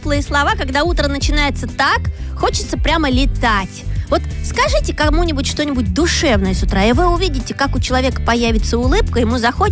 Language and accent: Russian; Voronezh, Voronezh Oblast, Russia; я из Воронежа.